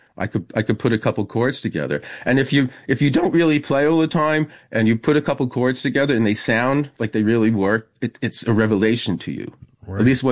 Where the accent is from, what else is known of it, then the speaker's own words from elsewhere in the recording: New Jersey, United States; I mean, when I grew up in New Jersey, I knew lots of people who were great musicians.